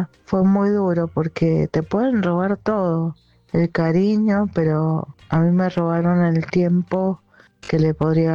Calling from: Mendoza, Argentina; de Mendoza.

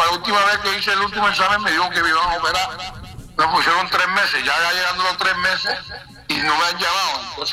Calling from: Cartagena, Bolívar, Colombia; Yo soy un hijo de Cartagena, he servido mucho por esta ciudad.

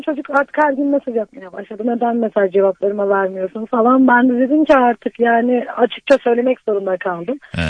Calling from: Ankara, Turkey; Ankara'dan arıyorum.

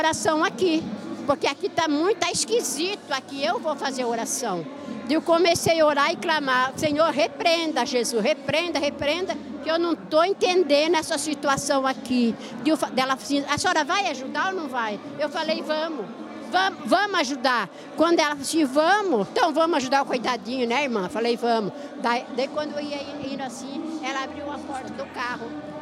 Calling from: Paraná, Brazil; eu sou do Paraná também

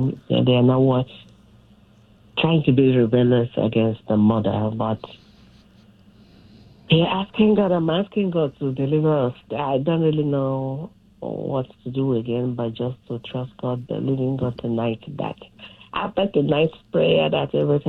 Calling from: Texas, United States; I'm calling from Texas.

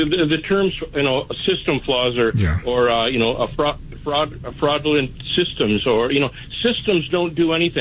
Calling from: Minnesota, United States; as a Minnesotan, we're getting very tired here

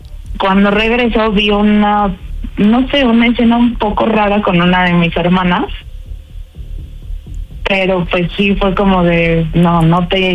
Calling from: Guadalajara, Jalisco, Mexico; De Guadalajara, Jalisco.

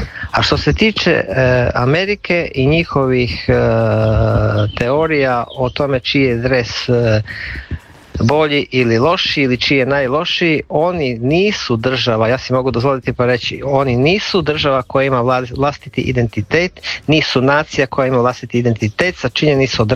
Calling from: Mrežnički Brig, Karlovac County, Croatia; Toliko od nas iz Mrežničkog briga

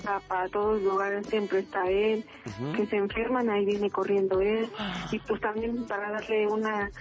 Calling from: Naucalpan, State of Mexico, Mexico; De Naucalpan

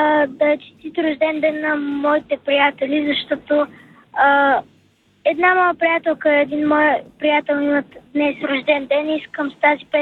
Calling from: Sofia, Sofia City, Bulgaria; от София.

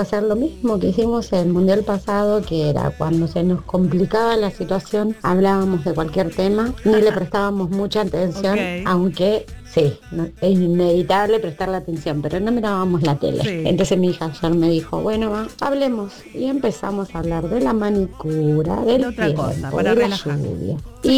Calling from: Loma del Mirador, Buenos Aires Province, Argentina; de Loma del Mirador.

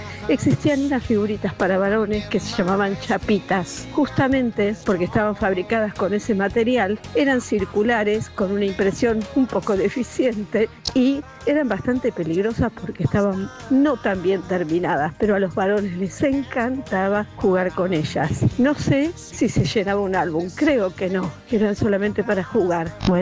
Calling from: Buenos Aires, Argentina; de Floresta y quería contarles que cuando yo era más pequeña, tengo 64

